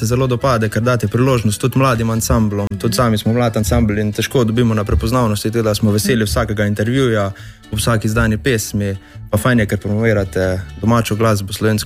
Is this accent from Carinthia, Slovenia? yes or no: yes; Carinthia, Slovenia; Prihajamo iz Koroške, torej mi smo ansambel